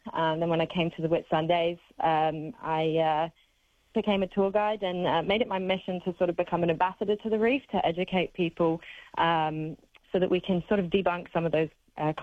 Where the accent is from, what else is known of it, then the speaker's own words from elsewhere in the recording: South West England, United Kingdom; moved away as an adult; now in Australia; I'm originally from the UK. I was born in Cornwall, right down in the southwest of the UK. I always grew up around the ocean.